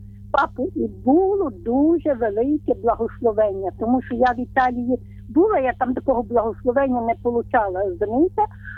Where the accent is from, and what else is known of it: Lviv, Lviv Oblast, Ukraine